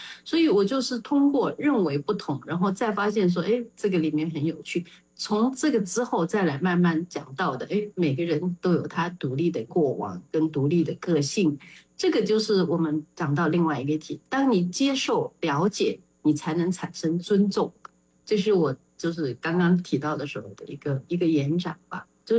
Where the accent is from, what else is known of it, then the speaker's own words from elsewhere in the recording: Changshu, Jiangsu, China; 我的自己故乡常熟，苏州常熟呢